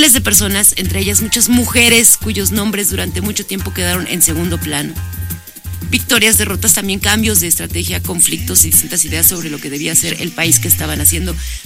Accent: Mexico; Nosotros como mexicanos, ¿qué hacemos para que nuestro México sea mejor?

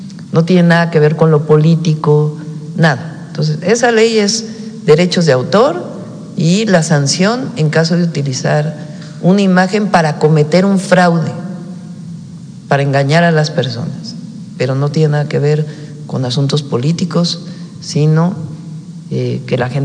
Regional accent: Mexico; nos interesa México, porque somos mexicanos y porque soy la presidenta de México.

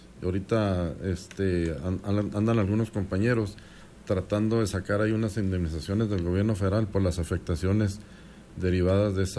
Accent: Estación Consuelo, Chihuahua, Mexico; yo soy originario de Estación Consuelo. Sí.

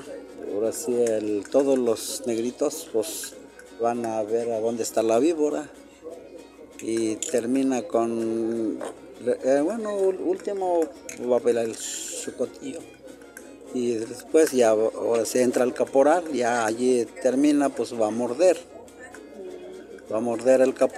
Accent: San Martín, Mexico; Entonces, soy de San Martín, yo acompaño aquí los danzantes aquí de Ignacio Allende, danzantes de Tuxtla y de San Martín.

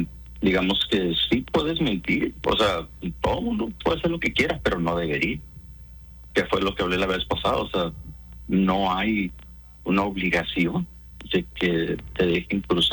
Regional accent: Ciudad Juárez, Chihuahua, Mexico; yo soy de Juárez

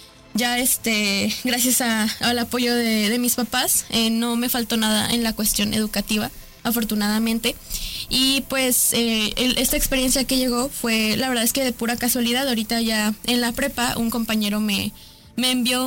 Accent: Tantoyuca, Veracruz, Mexico; soy estudiante de Bachillerato Oriente, nací en Tantoyuca, Veracruz

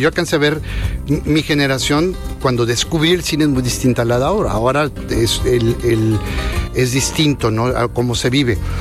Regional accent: Ciudad Valles, San Luis Potosí, Mexico; moved away; yo vengo de Pueblo Chico, Valles, San Luis Potosí

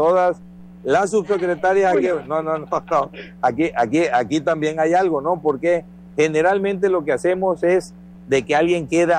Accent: Jonuta, Tabasco, Mexico; Yo llegué de Jonuta, terminé la secundaria y me vine a Villahermosa junto con mi hermano a estudiar la preparatoria.

